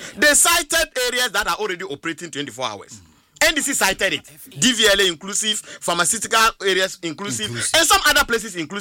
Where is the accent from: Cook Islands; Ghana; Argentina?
Ghana; Abomosu, Eastern Region; Honorable, I'm from Abomosu in the eastern region.